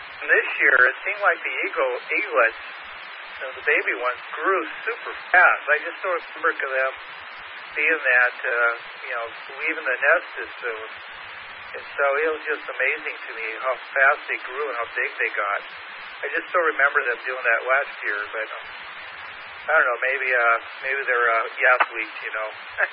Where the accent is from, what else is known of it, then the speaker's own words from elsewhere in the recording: Seattle, Washington, United States; I grew up in the Seattle area